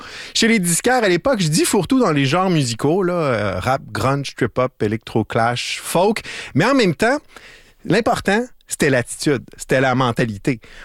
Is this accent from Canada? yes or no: yes; Repentigny, Quebec, Canada; J'ai grandi en banlieue de Montréal, Lanaudière, à Repentigny, avec l'Assomption, Le Gardeur, tout ce coin-là.